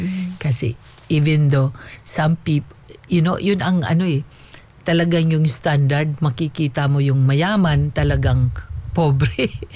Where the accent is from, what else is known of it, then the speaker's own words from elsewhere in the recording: Eastern Visayas, Philippines; Kasi sa probinsya namin, doon sa Samar, alam kong mahirap, pero pagkailangan namin ng pagkain, umakyat lang ng nyug, o kaya tumakbo ka sa baybay, kasi ganun yung kinalakihan ko.